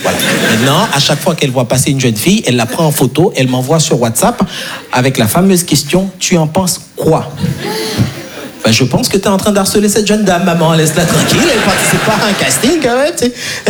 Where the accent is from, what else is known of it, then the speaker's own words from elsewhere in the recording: Haiti; je suis très frileux, je vais pas vous mentir, parce que je suis né et grandi en Haïti, et en Haïti, on n'a pas les 4 saisons.